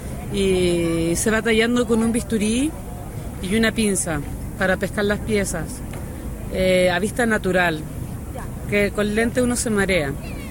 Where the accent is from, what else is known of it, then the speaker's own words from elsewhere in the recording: Coquimbo, Chile; Yo soy de Coquimbo.